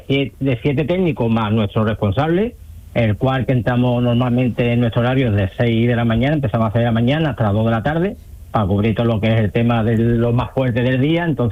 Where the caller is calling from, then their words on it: Andalusia, Spain; por mi tierra